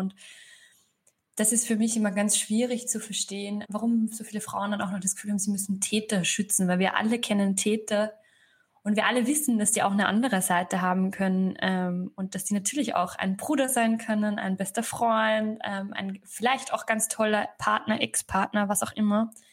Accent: Austria; accent: Austrian dialect; now in Berlin, Germany; Ich war so lange jetzt in Österreich, dass ich es einfach echt vergessen habe, so wie stark mein Dialekt sein kann.

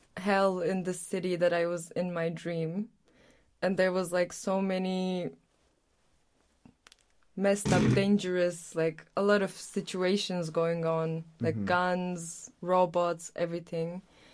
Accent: Aegean Region, Turkey; moved away; I'm from Turkey and my hometown is right across Greece on the Aegean coast

